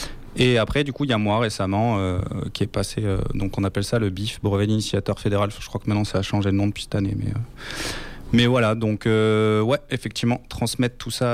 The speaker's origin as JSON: {"language": "French", "region": "Nouvelle-Aquitaine", "country": "France", "said": "Je suis originaire quand même de Gironde, mais on n'était pas trop dans ce secteur-là."}